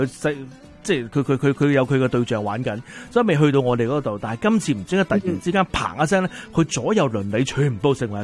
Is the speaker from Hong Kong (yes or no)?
no; Canada; 我哋加拿大人